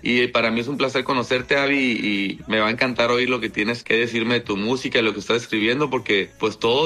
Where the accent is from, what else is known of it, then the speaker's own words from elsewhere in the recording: Mexicali, Baja California, Mexico; empezamos en Mexicali, somos de Mexicali.